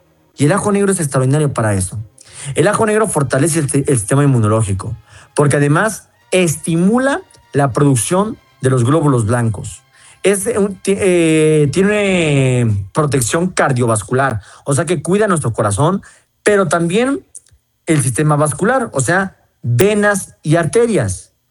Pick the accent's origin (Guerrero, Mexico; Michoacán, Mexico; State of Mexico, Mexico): State of Mexico, Mexico; Toluca; now in Mexico City, Mexico; Más ahora que estoy en Ciudad de México, porque yo soy de acá de Toluca.